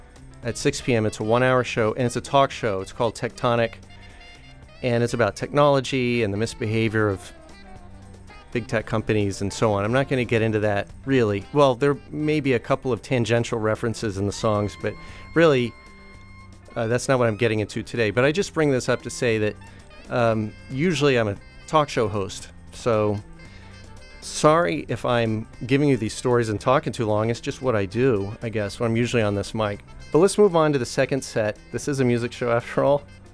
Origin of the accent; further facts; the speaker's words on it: New Orleans, Louisiana, United States; And that's where I was living at the time. I lived several years growing up in New Orleans.